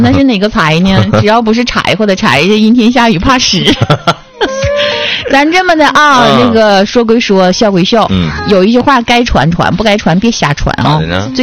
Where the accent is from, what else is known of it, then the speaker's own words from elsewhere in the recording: Northeast China, China; 终于轮到我们东三省了